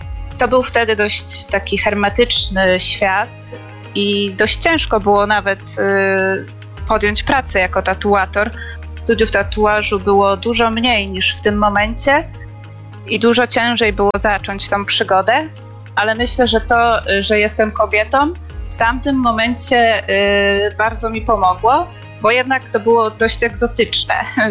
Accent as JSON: {"language": "Polish", "town": "Koszalin", "region": "West Pomeranian Voivodeship", "country": "Poland", "said": "pochodzę z Koszalina."}